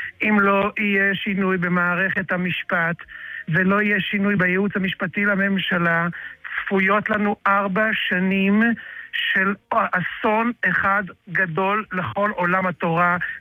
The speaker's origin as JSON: {"language": "Hebrew", "town": "Jerusalem", "region": "Jerusalem District", "country": "Israel", "said": "אנחנו ירושלמים"}